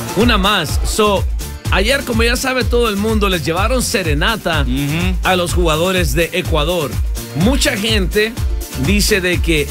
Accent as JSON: {"language": "Spanish", "country": "El Salvador"}